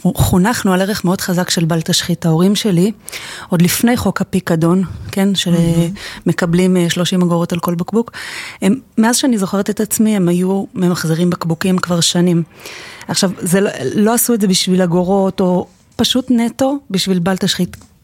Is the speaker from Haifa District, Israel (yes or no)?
no; Bnei Brak, Tel Aviv District, Israel; אני גדלתי פה בבני ברק, לא רחוק מכאן, בית חרדי מאוד, חסידי מאוד